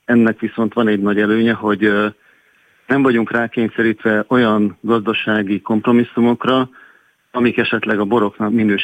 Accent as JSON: {"language": "Hungarian", "town": "Pécs", "region": "Baranya", "country": "Hungary", "tie": "born there", "moved": "as an adult", "lives_now": "Tokaj-Hegyalja, Hungary", "said": "én Pécset születtem, igaz, dédnagyapám szőlőjében töltöttük a hétvégéket"}